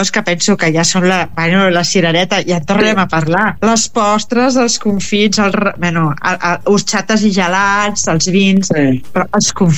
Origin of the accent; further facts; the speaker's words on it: Catalonia, Spain; Som nosaltres. Totalment. I penso que cada plat és som els catalans.